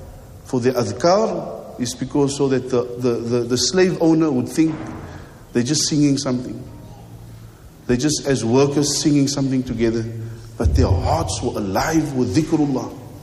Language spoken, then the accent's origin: English; Egypt; English is a second language; moved away as an adult